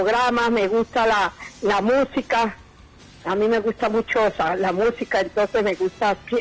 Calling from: Pueblo Nuevo, Venezuela; De Pueblo Nuevo.

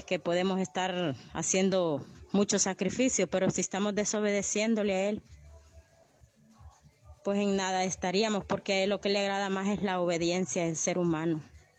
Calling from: Jamalteca, Comayagua, Honduras; nuevamente de Jamalteca.

